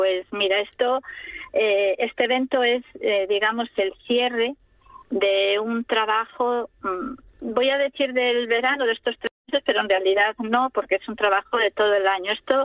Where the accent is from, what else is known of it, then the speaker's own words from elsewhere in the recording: Serantes, Asturias, Spain; born there; estamos muy muy orgullosas de ser mujeres rurales, mujeres que nacimos en el pueblo